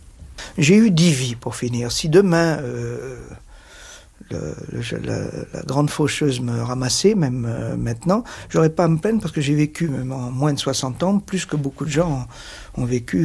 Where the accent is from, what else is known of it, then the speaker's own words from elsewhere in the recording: Nice, Provence-Alpes-Côte d'Azur, France; Je suis né à Nice, d'un père d'origine espagnole, d'une mère française.